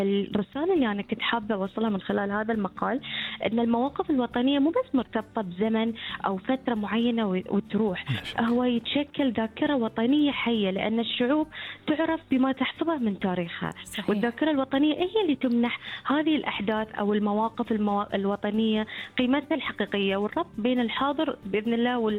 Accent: Bahrain; اللي نتميز فيه إحنا كبحرينيين

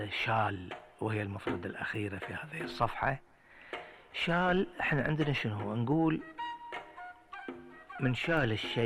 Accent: Bahrain; عندنا في البحرين

